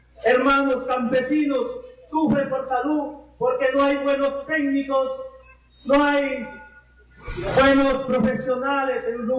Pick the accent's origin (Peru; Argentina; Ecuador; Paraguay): Peru; Jamalca, Amazonas; represento a mi pueblo jamalquino